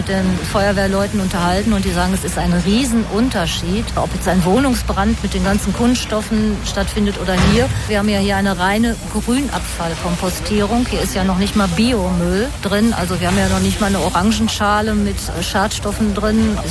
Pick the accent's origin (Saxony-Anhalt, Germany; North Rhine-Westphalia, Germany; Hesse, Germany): North Rhine-Westphalia, Germany; Vor allen Dingen, weil ich das von meinem Heimatort zwischen Haspe und zur Straße tatsächlich gesehen habe.